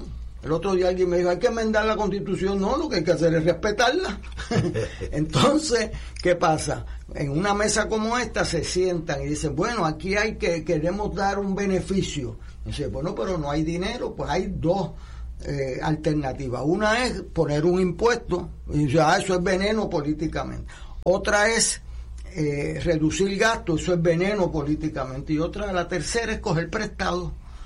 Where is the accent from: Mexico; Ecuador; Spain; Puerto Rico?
Puerto Rico; somos boricuas